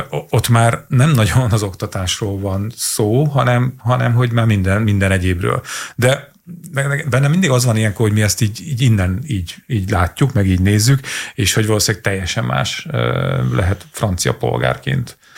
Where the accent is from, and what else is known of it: Hungary